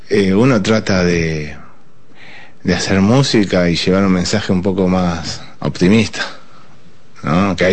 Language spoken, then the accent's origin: Spanish; Buenos Aires, Argentina; El malambo, pero el malambo tiene que ver con la provincia de Buenos Aires, de donde soy.